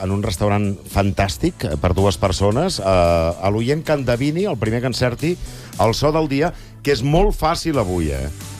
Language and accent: Catalan; Lleida, Catalonia, Spain; és que sóc de Lleida.